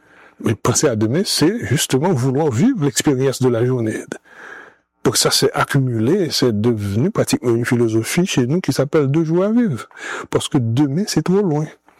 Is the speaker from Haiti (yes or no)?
yes; Haiti; c'est-à-dire créer chez nous en Haïti